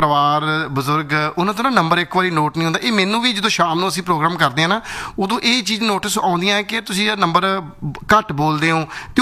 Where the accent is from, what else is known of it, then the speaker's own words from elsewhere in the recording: Punjab, India; born there; ਕਈ ਵਾਰੀ ਅਸੀਂ ਹੁਣ ਅਸੀਂ ਪੰਜਾਬ ਦੇ ਜੰਮੇ ਹਾਂ ਸਾਡੇ ਕੋਲ ਉਹ ਪੰਜਾਬੀ ਦੇ ਲਫ਼ਜ਼ ਨਹੀਂ ਹੈਗੇ